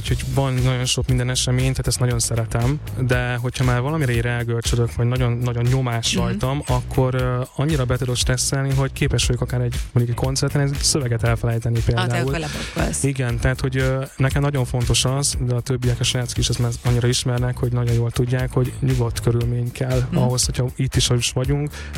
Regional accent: Békés, Hungary; ugye a Békés megyéből származom

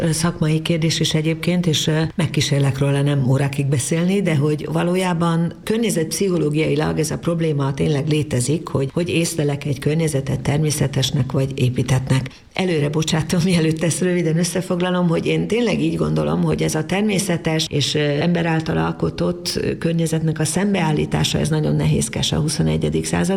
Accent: Debrecen, Hajdú-Bihar, Hungary; moved away as an adult; now in Budapest, Hungary; már a debreceniségemet múlt időbe tudom tenni. Tehát egy nagyon fontos része az életemnek, de én már nem vagyok debreceni, hanem Debrecenben születtem.

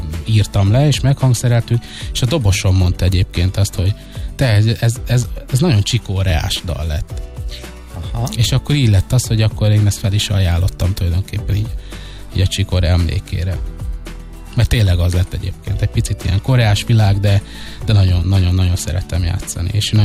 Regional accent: Békés, Hungary; Ugye én egy békési gyerek vagyok, és az ottani cigány telep mellett nőttünk fel

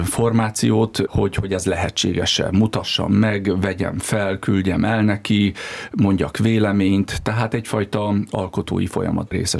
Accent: Balassagyarmat, Nógrád, Hungary; a nagyapámat is, aki egy iskolát teremtett Balassagyarmaton, ahonnan én jövök

